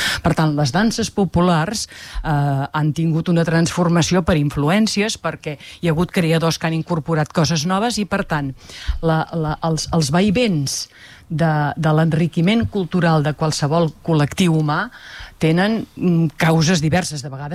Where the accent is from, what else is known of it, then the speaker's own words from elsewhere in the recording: Molins de Rei, Catalonia, Spain; de Molins de Rei d'aquells, entre cometes, jo seria d'aquests de tota la vida